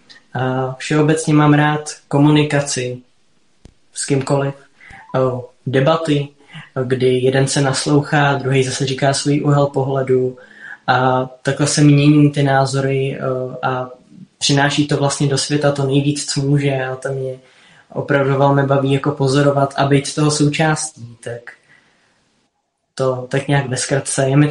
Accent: České Budějovice, South Bohemian Region, Czechia; Tak já jsem z Českých Budějovic.

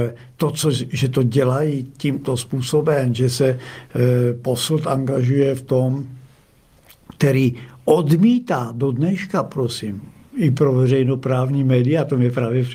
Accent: South Moravian Region, Czechia; já pocházím z Jihomoravského kraje a vím, že naprostá většina občanů Jihomoravského kraje si to nepřeje

